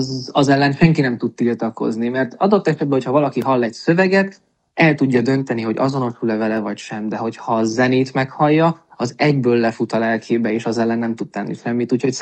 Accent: Hungary; magyarok vagyunk

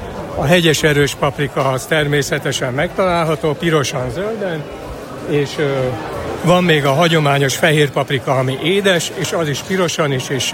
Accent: Bátmonostor, Bács-Kiskun, Hungary; Bátmonostorról jövök, az ide 28 kilométer

